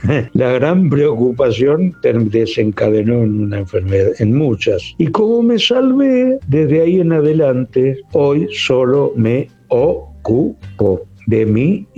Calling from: Santa Fe, Argentina; de Santa Fe.

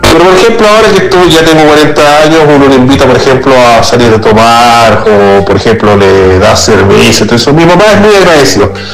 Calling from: Chile; te hablo desde Chile

